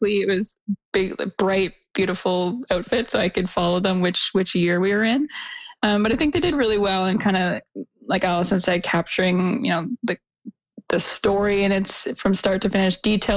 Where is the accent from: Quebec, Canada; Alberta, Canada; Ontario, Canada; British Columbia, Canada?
Ontario, Canada; Ottawa; being Canadian and from Ottawa specifically